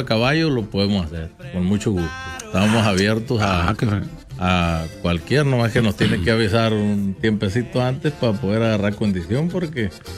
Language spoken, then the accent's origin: Spanish; Culiacán, Sinaloa, Mexico; Culiacán, Sinaloa.